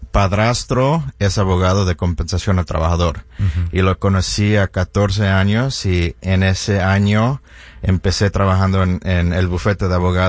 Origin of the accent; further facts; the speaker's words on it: Mexico; Y me gusta este trabajo porque yo soy latino, soy mexicano, y mucha gente de los clientes del bufete de abogados de compensación al trabajador hablan español.